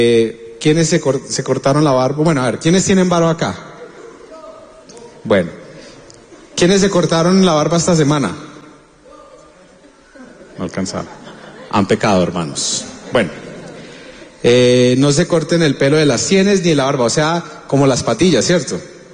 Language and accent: Spanish; Colombia